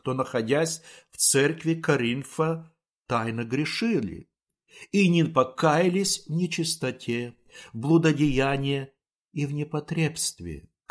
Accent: Kazakhstan; Я родился и вырос в Казахстане, в селении, где во время гражданской войны происходила война между правительственными войсками и с местными повстанцами.

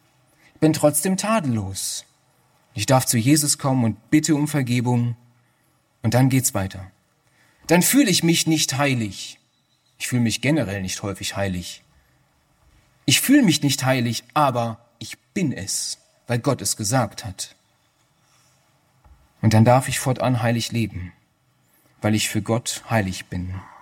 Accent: Germany; Ich bin dankbar, dass ich in Deutschland aufgewachsen bin. bin dankbar, dass die Bildung in diesem Land mir alles ermöglicht hat.

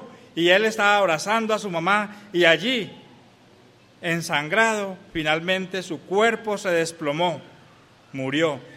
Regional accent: La Virginia, Risaralda, Colombia; moved away; Hay bastantes de nuestros jóvenes allá, en la Virginia, de donde vengo.

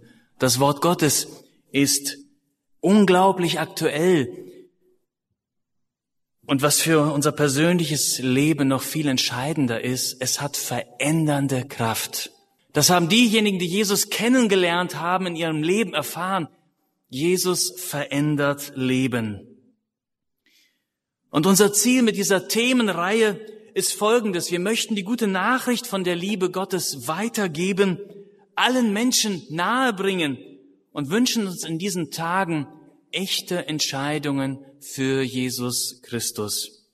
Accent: Germany; wir als Deutsche und als Europäer

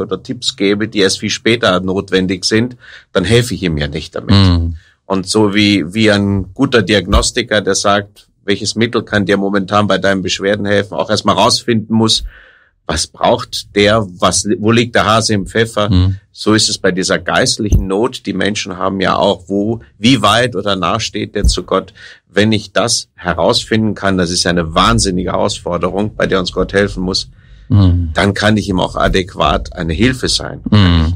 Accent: Rhineland, Germany; Ich bin ein Rheinländer, ja, ja klar.

